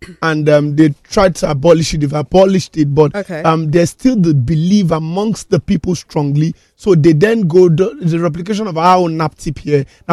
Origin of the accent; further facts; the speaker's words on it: Ondo, Nigeria; That's how we greet ourselves in Ondo.